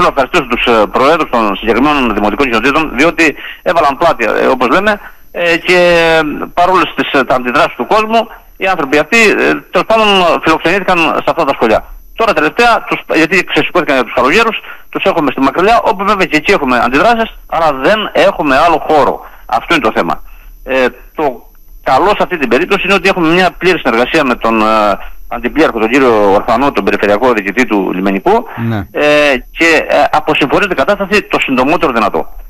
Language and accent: Greek; Greece; Είμαστε Έλληνες, είμαστε χριστιανοί